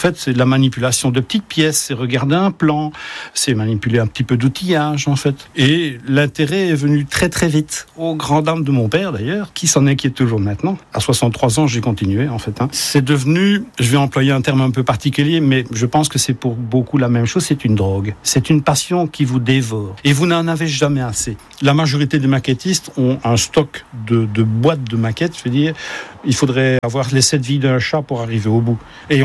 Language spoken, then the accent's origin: French; Belgium; now in Montélimar, France; je suis belge d'origine